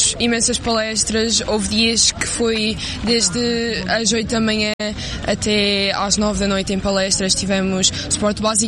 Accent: Aveiro, Centro, Portugal; Sim, eu venho de Aveiro.

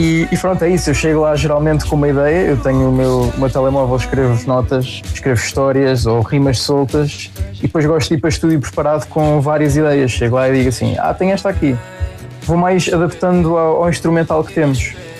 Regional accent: Lisbon, Portugal

